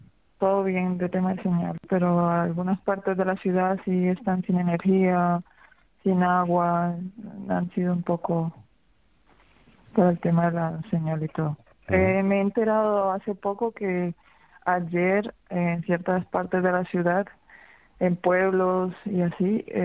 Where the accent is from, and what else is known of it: Cali, Valle del Cauca, Colombia; now in Spain